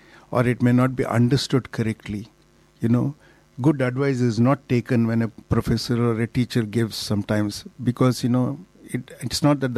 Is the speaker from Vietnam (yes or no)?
no; Bangalore, Karnataka, India; born there; I was born in Bangalore, so Bangalore is my favorite city.